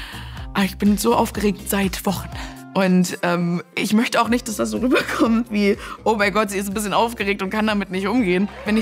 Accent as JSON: {"language": "German", "town": "Leipzig", "region": "Saxony", "country": "Germany", "said": "weil ich komme aus Leipzig und hier gibt's auch eine Comedy-Szene, aber die sind ein bisschen kleiner."}